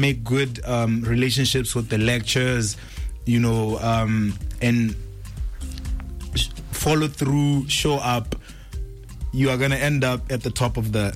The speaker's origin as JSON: {"language": "English", "town": "Gaborone", "region": "South-East District", "country": "Botswana", "tie": "born there", "also_born_or_lived": "Francistown / Tswapong area", "said": "I was born in Gaborone. Yeah, private hospital."}